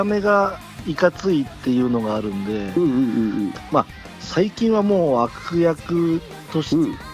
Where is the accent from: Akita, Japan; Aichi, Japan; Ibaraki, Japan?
Ibaraki, Japan; Mito; moved away as an adult; now in Tokyo, Japan; ある日その地元水戸に、